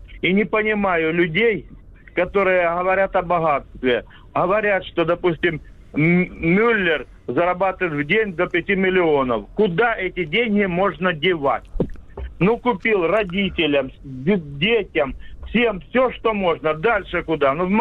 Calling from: Shebekino, Belgorod Oblast, Russia; Я из Шебекина.

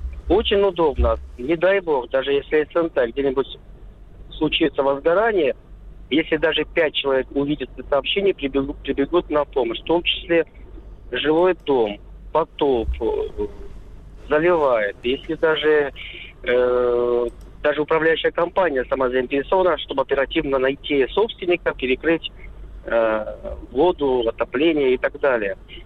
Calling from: Murom, Vladimir Oblast, Russia; я из Мурома.

